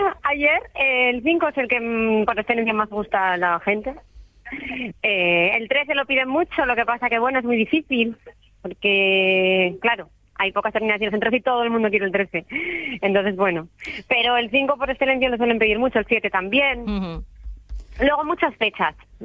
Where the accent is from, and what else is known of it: Asturias, Spain